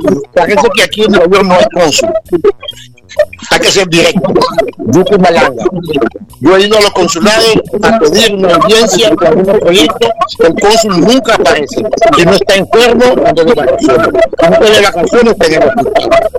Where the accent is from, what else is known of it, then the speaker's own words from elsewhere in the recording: Honduras; now in United States; no estamos conscientes de una lucha como hondureños de la diáspora.